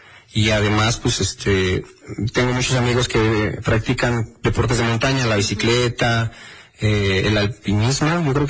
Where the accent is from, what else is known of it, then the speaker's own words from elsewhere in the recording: Libres, Puebla, Mexico; Yo en lo personal, como crecí en Libres, me gusta el clima de acá.